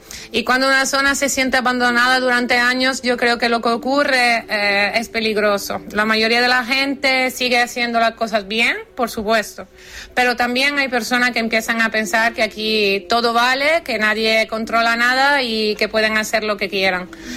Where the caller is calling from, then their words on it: Canary Islands, Spain; Yo soy vecina del Montaña del Cabezo desde hace casi 5 años